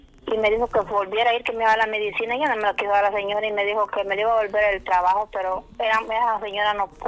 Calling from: Cacaopera, Morazán, El Salvador; Aquí de Cacao Pera.

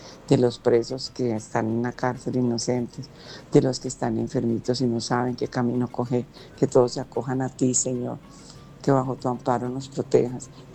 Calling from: Itagüí, Antioquia, Colombia; de Itagüí.

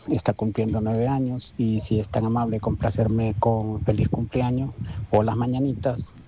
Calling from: Cojutepeque, Cuscatlán, El Salvador; Le hablo desde Cojutepeque.

